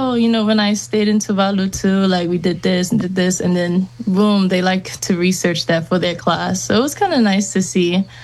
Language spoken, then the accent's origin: English; New Zealand; now in United States; You know, I grew up in New Zealand, so being around a lot of cultures was a little hard sometimes